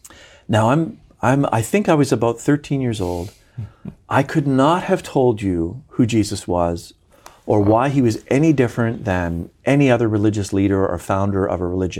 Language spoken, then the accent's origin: English; British Columbia, Canada; So I grew up in British Columbia, Canada, which is the westernmost province, for anybody who's unaware, just sort of north of Washington State.